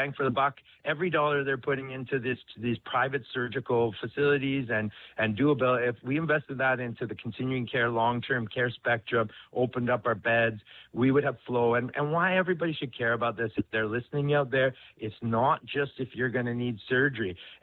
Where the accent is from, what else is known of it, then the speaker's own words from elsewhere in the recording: Alberta, Canada; I'm a Canadian. I'm an Albertan.